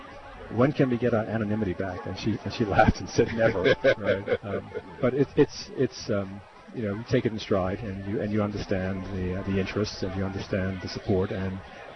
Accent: Cooks Hill, Bermuda; Especially when I'm from Cooks Hill, so.

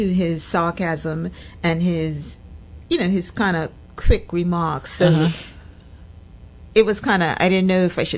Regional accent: Bermuda; I grew up in Bermuda. I grew up back at town in Bermuda.

